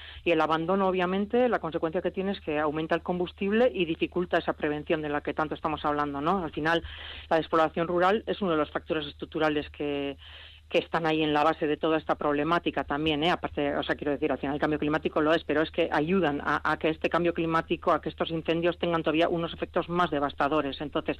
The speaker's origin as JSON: {"language": "Spanish", "region": "Basque Country", "country": "Spain"}